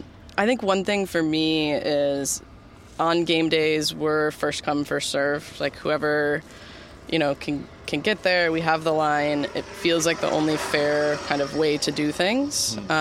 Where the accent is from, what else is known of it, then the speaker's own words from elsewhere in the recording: Detroit, Michigan, United States; moved away; I grew up in Detroit